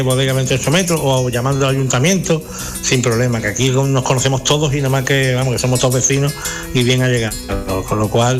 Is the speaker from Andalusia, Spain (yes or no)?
yes; San Fernando, Andalusia, Spain; como yo soy también de San Fernando, soy de Cádiz, pues me traigo algunas viandas marítimas